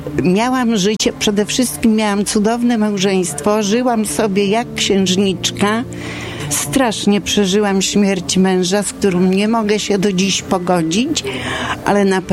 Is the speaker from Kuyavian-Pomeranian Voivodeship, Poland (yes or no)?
yes; Kuyavian-Pomeranian Voivodeship, Poland; moved away as an adult; also born or lived in Toruń; now in Bydgoszcz, Poland; 78. W Bydgoszczy jestem od 68 roku. Pochodzę z Kujaw. Jestem rodowitą Kujawianką.